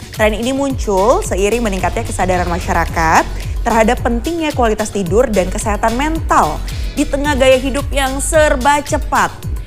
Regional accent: Lampung, Indonesia; Ada juga Els Coffee, ini asalnya dari kampung saya, salah satu jaringan kedai kopi paling terkenal di Lampung.

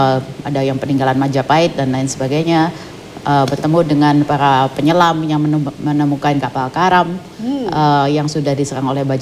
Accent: Malang, East Java, Indonesia; saya aslinya kan orang Malang kan.

